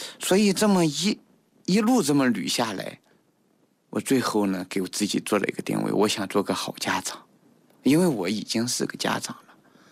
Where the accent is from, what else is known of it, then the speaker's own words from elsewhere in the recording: China; 我们中国人